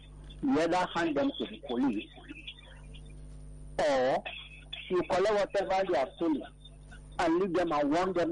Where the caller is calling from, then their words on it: Nigeria; I'm calling from Abanja, Nigeria.